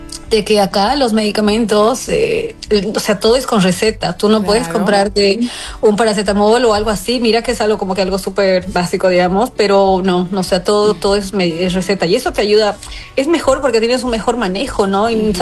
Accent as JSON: {"language": "Spanish", "region": "La Paz", "country": "Bolivia"}